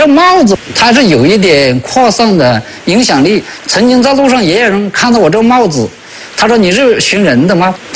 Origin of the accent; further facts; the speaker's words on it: Hunan, China; 我们是湖南人